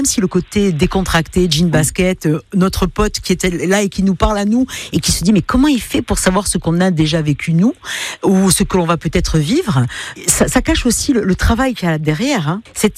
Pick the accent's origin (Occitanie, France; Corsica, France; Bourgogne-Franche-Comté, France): Corsica, France; C'est quelque chose qui nous fait du bien en tant que Corse, en tant que spectateur.